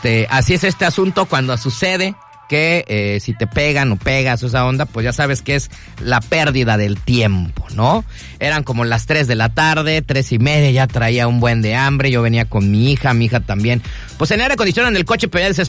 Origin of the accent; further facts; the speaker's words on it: Mexico City, Mexico; Soy chilango, güey.